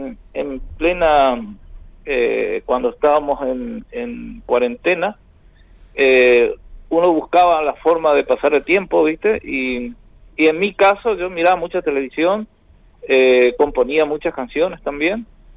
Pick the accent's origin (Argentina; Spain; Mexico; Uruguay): Argentina; born there; como argentino, que nací acá, amo a la Argentina, por supuesto.